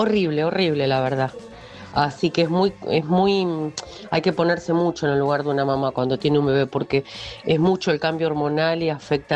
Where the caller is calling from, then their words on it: Ranelagh, Buenos Aires Province, Argentina; de Ranela.